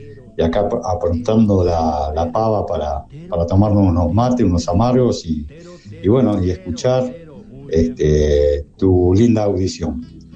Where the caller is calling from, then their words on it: Buenos Aires, Argentina; de Buenos Aires.